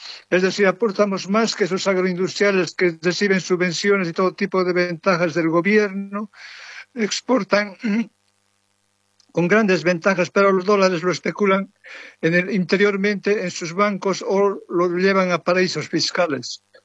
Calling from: Sweden; llamo desde Suecia

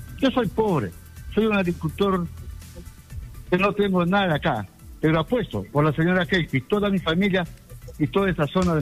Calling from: Madre de Dios, Peru; Yo vivo en Cerro de Madre de Dios, en la frontera con Brasil y Bolivia

